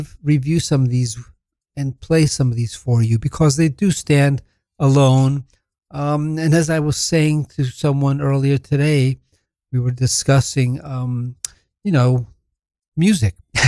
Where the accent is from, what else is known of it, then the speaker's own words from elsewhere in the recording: Colombia; as a Colombian Latino myself, coming out of the whole rock world, more in the domestic New York scene